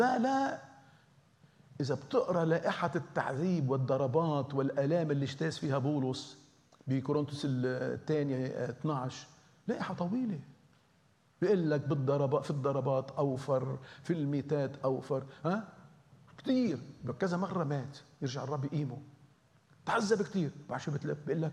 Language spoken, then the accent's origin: Arabic; Lebanon; يعني مرة كنت عم بخدم بمصر وقلت عن واحد، عن هيرودس، أنت هذا واحد وسخ. نحن من لبنان بنقولها عادي.